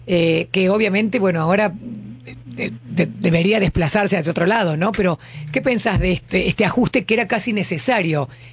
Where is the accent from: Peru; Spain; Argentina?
Argentina; Córdoba; now in Buenos Aires, Argentina; yo, que soy de Córdoba